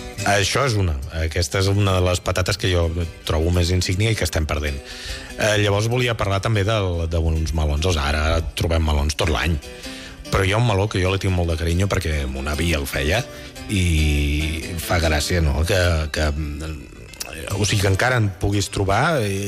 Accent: Catalonia, Spain; Jo, d'on soc jo originari, al Vallès

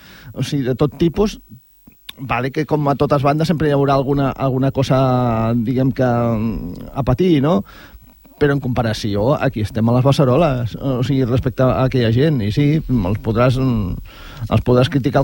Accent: L'Hospitalet de Llobregat, Catalonia, Spain; aquí a l'Hospitalet, allà al meu poble.

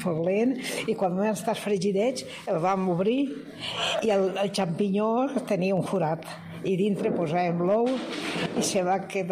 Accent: Valencian Community, Spain; Que jo soc valenciana, també és calibada, que la feia també molt bona.

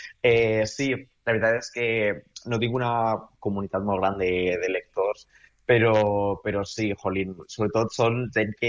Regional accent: Vila-real, Valencian Community, Spain; Jo soc del País Valencià, soc de Vila-real, que igual els futboleros coneixereu el poble pel futbol i tal

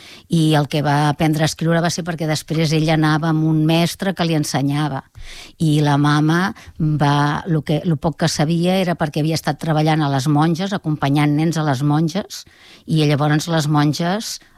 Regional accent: Molins de Rei, Catalonia, Spain; moved away as an adult; now in Pallejà, Spain; suposo que quan neixes en un poble i la teva joventut viu, transcorre en aquest poble, doncs sempre et sents el poble com a teu. I clar, jo vaig anar a viure a Pallejà amb 34 anys o 35. Per tant, sí, jo ara... Visc a Pallejà, però el meu poble

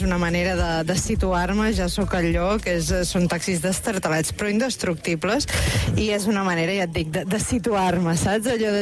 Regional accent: Salrà, Catalonia, Spain; casa és el meu poble, és a Salrà, eh? Però també és veritat que tinc una altra casa, que és a Ouagadougou, i que també m'estimo molt, però sí, no, casa és aquí, casa és aquí.

